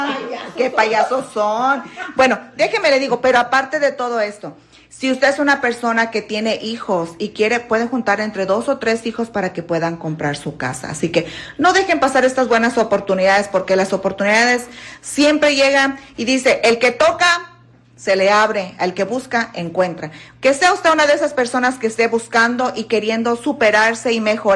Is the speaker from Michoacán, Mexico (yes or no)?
yes; Michoacán, Mexico; No, soy de Michoacán.